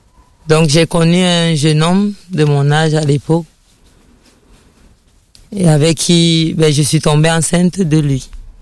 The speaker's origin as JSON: {"language": "French", "country": "Cameroon", "tie": "born there", "said": "Je suis née en Afrique, au Cameroun."}